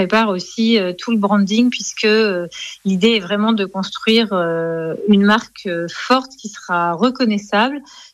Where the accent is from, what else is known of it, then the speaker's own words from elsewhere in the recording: France; moved away; on a une réputation en tant que Français